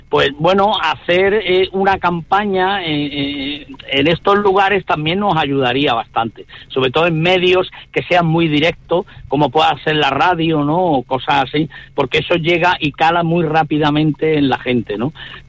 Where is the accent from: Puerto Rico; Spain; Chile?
Spain; Granada, Andalusia; nos ayuda a los granaínos